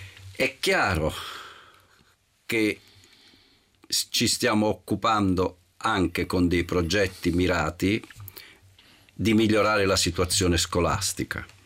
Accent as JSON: {"language": "Italian", "town": "Milan", "region": "Lombardy", "country": "Italy", "tie": "born or raised there", "said": "A Milano, sì, però io sono cresciuto a Milano."}